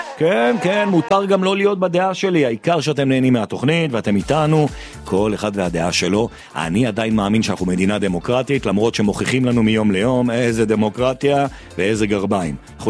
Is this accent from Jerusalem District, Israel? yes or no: yes; Jerusalem, Jerusalem District, Israel; כי גם אני